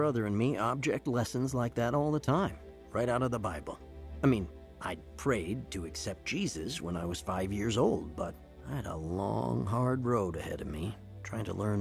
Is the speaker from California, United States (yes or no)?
yes; Los Angeles, California, United States; As a young boy growing up in Los Angeles, I had never heard of Vietnam. I couldn't have found it on a map and would never in my wildest dreams thought I'd go there.